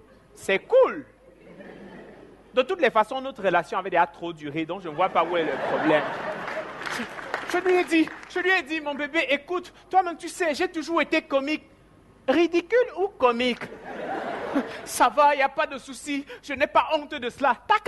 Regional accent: Cameroon; je viens du Cameroun, je suis artiste humoriste.

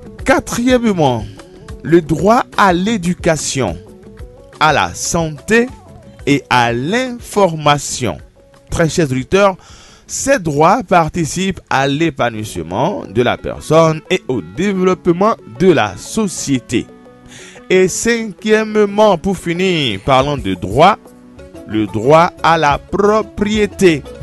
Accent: Benin

